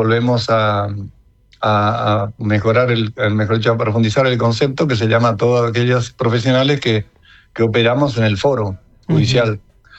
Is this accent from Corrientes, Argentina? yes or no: yes; Alvear, Corrientes, Argentina; Del pueblo más lindo del país y los alrededores.